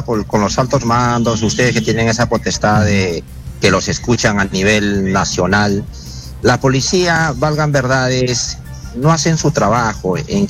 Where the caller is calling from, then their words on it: Lima, Peru; llamo de acá de Lima